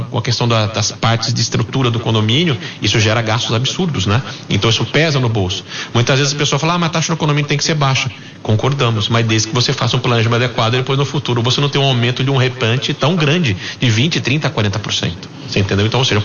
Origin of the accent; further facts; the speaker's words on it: Campinas, São Paulo, Brazil; É a nossa empresa, nós somos campineiros, com muito orgulho, eu sou campineiro.